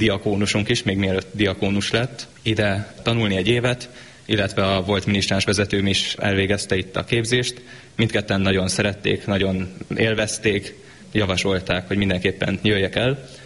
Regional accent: Szentendre, Pest, Hungary; otthon Szentendrén, a plébániánkon

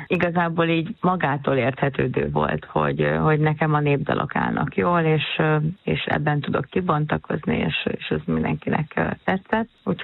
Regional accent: Corund, Harghita, Romania; also born or lived in Odorheiu Secuiesc; now in Hungary; Korondon nevelkedtem, de Székelyudvarhelyen születtem, és édesanyámmal költöztünk Magyarországra.

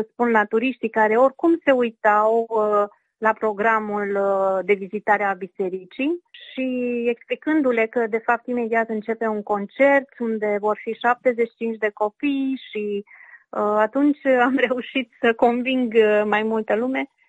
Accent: Romania; m-am simțit mândră că sunt și eu din România și nu m-am simțit, deci nu m-am simțit singură.

